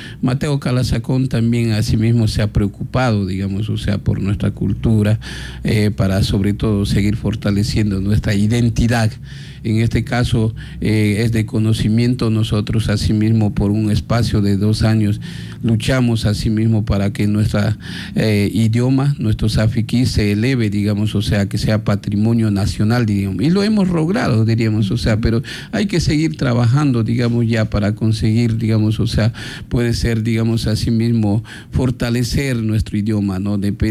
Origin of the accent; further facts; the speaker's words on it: Santo Domingo de los Tsáchilas, Ecuador; tengo el respaldo de mi pueblo, de las 7 comunidades